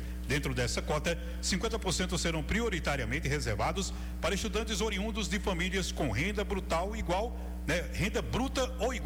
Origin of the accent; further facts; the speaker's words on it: Sertão (Northeast Brazil), Brazil; born there; eu sou sertanejo nato